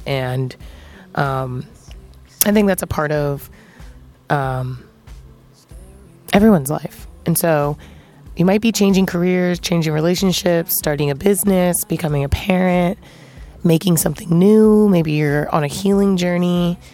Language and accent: English; East Coast, United States; moved away; For those that know me, you know I'm from the East Coast.